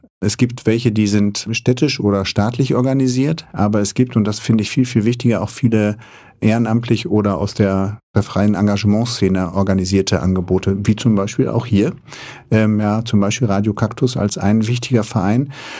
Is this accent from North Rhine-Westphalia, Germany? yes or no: yes; Münster, North Rhine-Westphalia, Germany; born there; Ich bin 56 Jahre alt und bin seit 1.11. letzten Jahres Oberbürgermeister der Stadt Münster. Bin Münsteraner, bin hier geboren und wohne jetzt mit meiner Familie im Geistviertel.